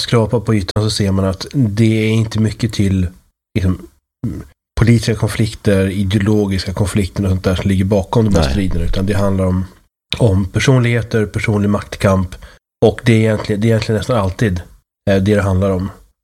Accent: Uppsala, Uppsala County, Sweden; i Uppsala där jag växte upp.

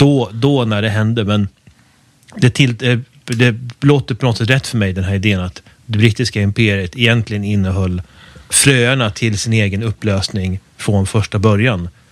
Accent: Sweden; man som svensk

